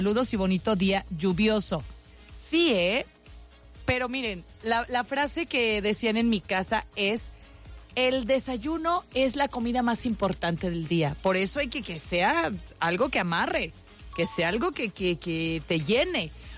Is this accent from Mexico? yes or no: yes; Mexico; el madre tiene muchos significados para nosotros los mexicanos.